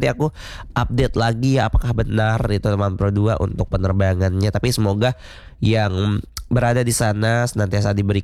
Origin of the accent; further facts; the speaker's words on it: West Nusa Tenggara, Indonesia; born there; moved away; hujan abunya mulai melanda setidaknya 7 desa di sekitaran Lombok Utara. Nah, desaku termasuk